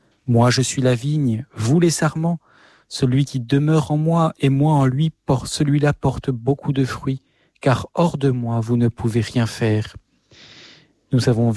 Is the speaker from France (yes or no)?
yes; South-West France, France; je suis originaire du Sud-Ouest